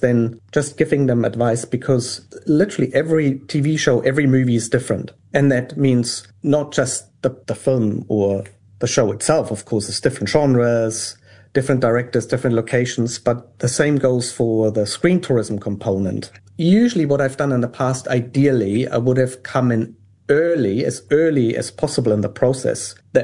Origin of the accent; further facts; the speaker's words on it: Germany; moved away as an adult; And I'm from Germany. I lived in Germany at the time.